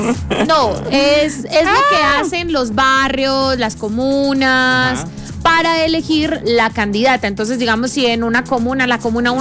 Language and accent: Spanish; Pitalito, Huila, Colombia; moved away; ya había rondas sanpedrinas en mi pueblo, en Pitalito.